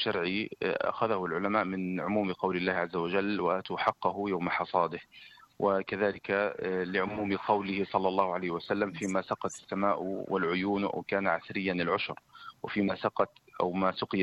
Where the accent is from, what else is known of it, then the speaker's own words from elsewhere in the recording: Palestine; عندنا في فلسطين